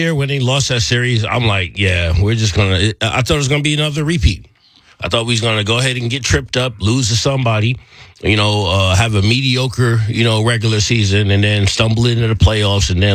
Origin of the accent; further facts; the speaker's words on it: New York, United States; moved away; somebody that I grew up with in New York